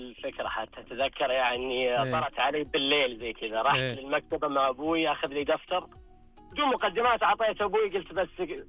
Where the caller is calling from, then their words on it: Riyadh, Riyadh Province, Saudi Arabia; أكلمك من الرياض.